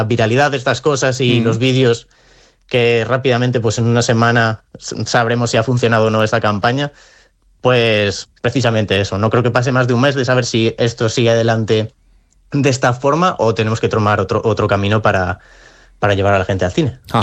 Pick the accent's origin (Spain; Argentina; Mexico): Spain; Comillas, Cantabria; Bueno, yo soy de Comillas, que Santander nos queda lejos, pero el Racing claramente pues es el equipo de aquí de Cantabria, que le tenemos todos muchísimo cariño.